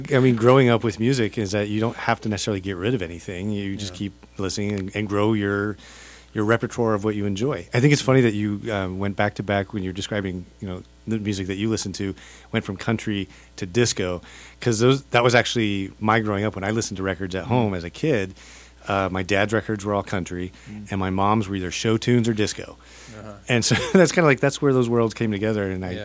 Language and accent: English; Kentucky, United States; moved away; growing up in Kentucky and in the 80s